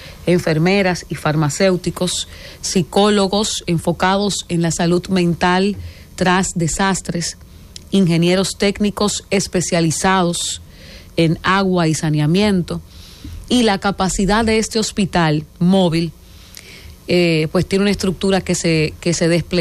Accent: Dominican Republic

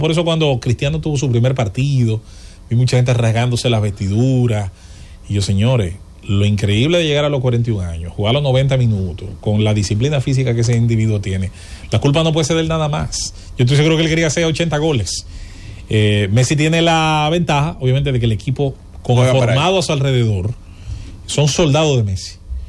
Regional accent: Dominican Republic; me conviene como dominicano.

